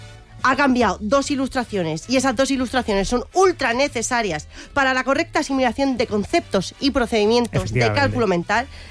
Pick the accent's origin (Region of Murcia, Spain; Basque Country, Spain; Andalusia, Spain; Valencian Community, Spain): Region of Murcia, Spain; Estas son de mi tierra, que sí, ¿verdad?